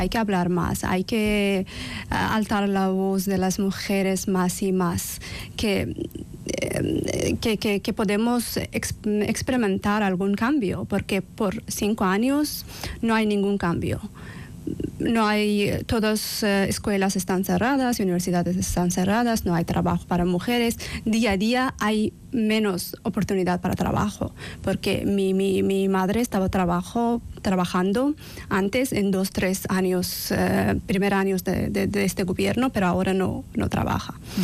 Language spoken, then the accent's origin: Spanish; Kazakhstan; Spanish is a second language; moved away as an adult; now in Basque Country, Spain; yo llegué aquí en 2025 desde Kazajistán y yo llegué aquí para estudiar una formación de lengua española